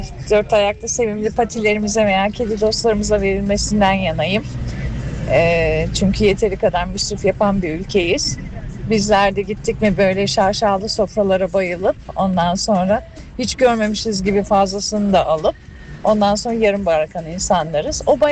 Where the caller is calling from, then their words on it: Berlin, Germany; Berlin'den arıyorum ben.